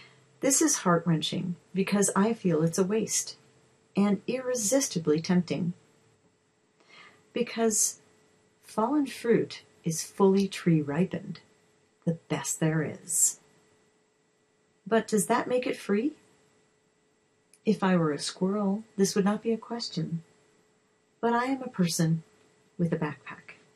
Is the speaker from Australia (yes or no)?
no; Hong Kong; moved away as an adult; now in California, United States; This was a serious issue for me after I moved to California from Hong Kong, where there are no yards at all.